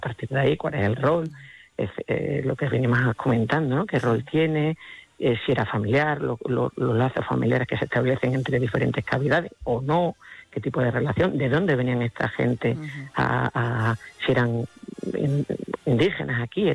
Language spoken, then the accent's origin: Spanish; Extremadura, Spain; que es casi tanto más calor que el que hace en mi tierra aquí en Extremadura